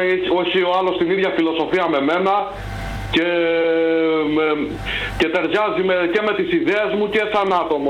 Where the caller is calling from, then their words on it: Kalamaria, Central Macedonia, Greece; από Καλαμαριά. Τώρα είμαι εδώ.